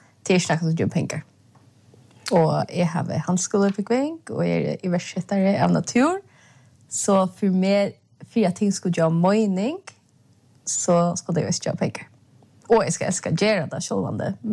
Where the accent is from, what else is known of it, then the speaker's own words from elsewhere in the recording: Sweden; Ja, jag är född och vuxen i Ävik.